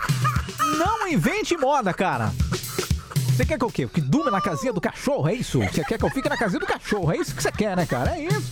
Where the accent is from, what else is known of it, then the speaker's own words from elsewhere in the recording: Rio de Janeiro, Brazil; Eu sou de Oswaldo Cruz. Alô, Oswaldo Cruz, bom dia.